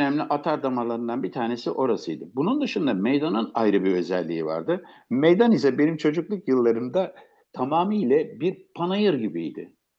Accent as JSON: {"language": "Turkish", "region": "Istanbul", "country": "Turkey", "tie": "born or raised there", "said": "Ben dedim çocukluğum, bütün gençliğim sur içinde geçti. Balat ve Fener'i çok iyi bilirim. Doğup büyüdüğüm yer."}